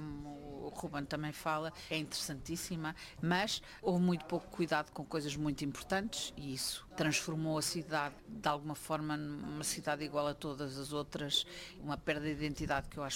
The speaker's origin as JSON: {"language": "Portuguese", "region": "Lisbon", "country": "Portugal", "tie": "born there", "moved": "as an adult", "said": "Eu nasci na Avenida República, sou realmente lisboeta e adoro a cidade de Lisboa, mas para poder ficar com as memórias intactas, decidi sair de Lisboa."}